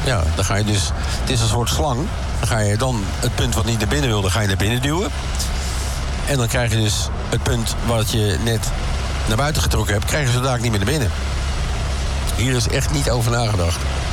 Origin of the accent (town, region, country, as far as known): Netherlands